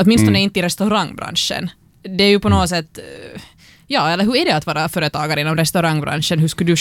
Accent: Pargas, Southwest Finland, Finland; Jag är också uppvuxen i Pargas

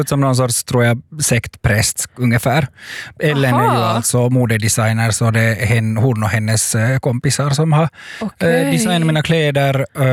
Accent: Kirkkonummi, Uusimaa, Finland; Kyrkslätt, min hemkommun, Big Up, 02400.

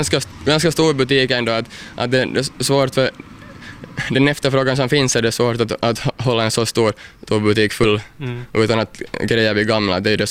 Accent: Pargas, Southwest Finland, Finland; jag är nog hemma från Mielisholm, och min faffa är faktiskt hemma här från Kirjais också, så att jag är nog hela min släkt här ifrån regionen

